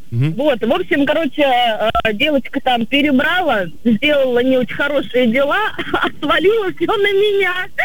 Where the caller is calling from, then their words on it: Krasnogorsk, Moscow Oblast, Russia; Красногорск.